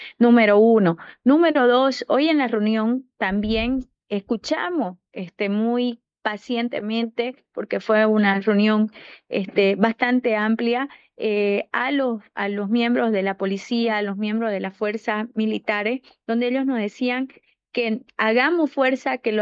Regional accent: Bolivia; lo que nosotros necesitamos como bolivianos

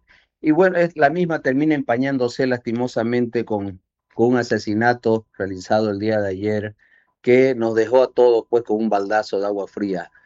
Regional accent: San Ignacio de Velasco, Santa Cruz, Bolivia; moved away; Yo en este momento me encuentro en San Ignacio de Velasco, soy oriundo de San Ignacio de Velasco

